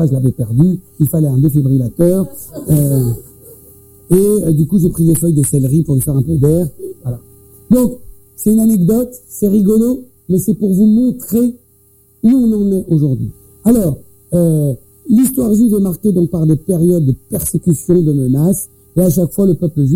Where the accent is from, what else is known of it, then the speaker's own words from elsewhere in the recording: France; born there; Parce que je suis né en France, mais j'ai une mère qui est issue d'immigration